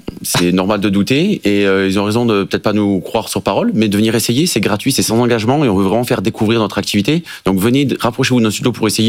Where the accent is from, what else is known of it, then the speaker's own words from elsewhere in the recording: France; nous, en tant que bon français